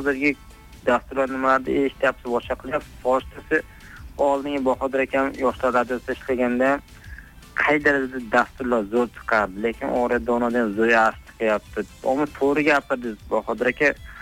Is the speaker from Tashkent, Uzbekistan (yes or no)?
no; Andijan, Andijan Region, Uzbekistan; Men ham Andijondanman aka